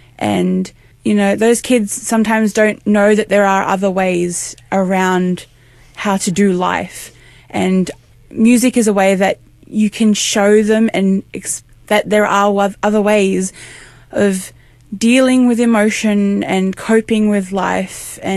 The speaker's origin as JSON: {"language": "English", "town": "Sydney", "region": "New South Wales", "country": "Australia", "said": "I'm from Sydney."}